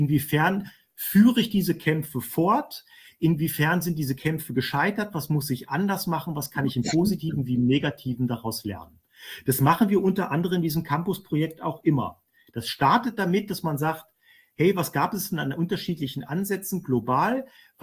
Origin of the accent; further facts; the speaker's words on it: Marburg, Hesse, Germany; moved away; also born or lived in Berlin; Ich komme aus Marburg.